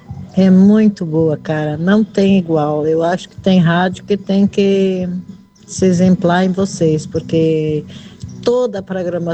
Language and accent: Portuguese; Três Passos, Rio Grande do Sul, Brazil; now in Foz do Iguaçu, Brazil; Sim, somos de Três Passos e moro há 34 anos em Foz do Iguaçu, mas eu não perco a tradição de escutar as bandinhas, música gauchesca.